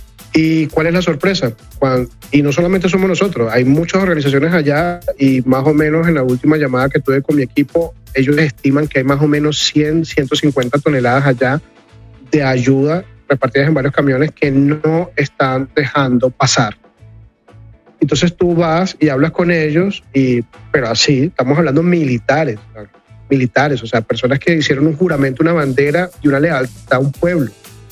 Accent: Venezuela; now in Colombia; a mí me llena, como venezolano, esto de mucha rabia y mucha tristeza

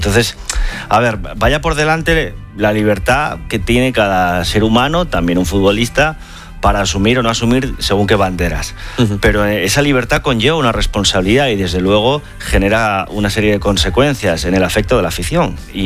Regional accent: Spain; por supuesto que yo como madridista, pero antes como español, y también como liberal, defiendo la libertad unida a la responsabilidad

